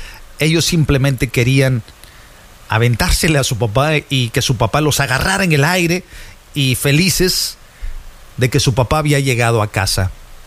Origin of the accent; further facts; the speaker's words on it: Veracruz, Mexico; Yo soy jarocho.